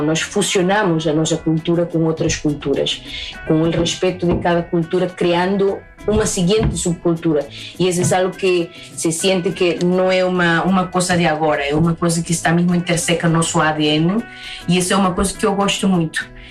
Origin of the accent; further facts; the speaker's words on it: Peru; moved away; nós somos peruanos